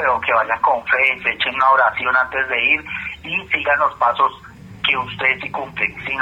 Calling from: Medellín, Antioquia, Colombia; De aquí, el barrio Eduardo Santos, de aquí de Medellín

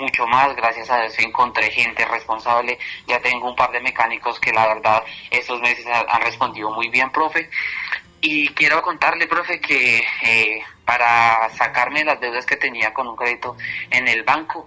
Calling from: Copacabana, Antioquia, Colombia; Lo llamo por acá desde Copacabana, paciente suyo de Medellín.

